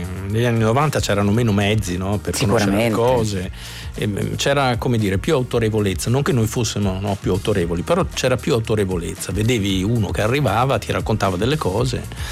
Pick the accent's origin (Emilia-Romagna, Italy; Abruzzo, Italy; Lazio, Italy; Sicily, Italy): Emilia-Romagna, Italy; Dalle mie parti, in Romagna